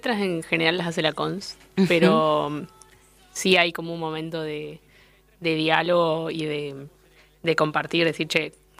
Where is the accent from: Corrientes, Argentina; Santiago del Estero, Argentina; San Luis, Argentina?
San Luis, Argentina; now in Córdoba, Argentina; Yo soy de San Luis, en realidad.